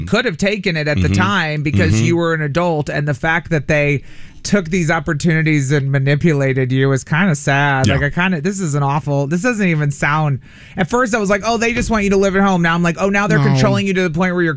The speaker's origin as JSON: {"language": "English", "town": "Carbondale", "region": "Illinois", "country": "United States", "tie": "born or raised there", "moved": "yes", "said": "I chose to stay and go to college back home where I grew up in Southern Illinois in Carbondale"}